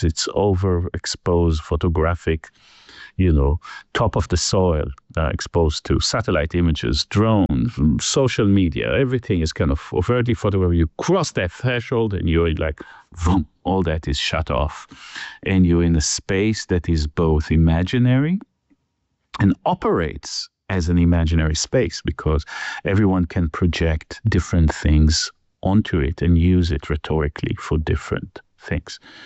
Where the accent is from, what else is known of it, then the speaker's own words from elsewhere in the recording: Haifa, Haifa District, Israel; born and raised in Haifa